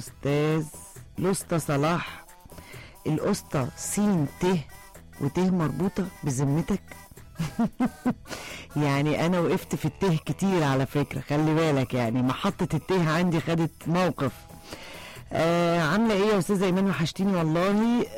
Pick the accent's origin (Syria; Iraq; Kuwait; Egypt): Egypt; هي دي مصر بلدنا, نفتخر ان احنا مصريين.